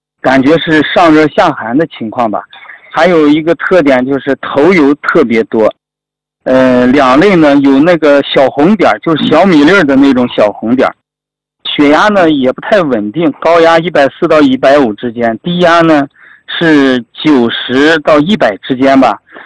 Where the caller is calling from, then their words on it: Jincheng, Shanxi, China; 我来自山西晋城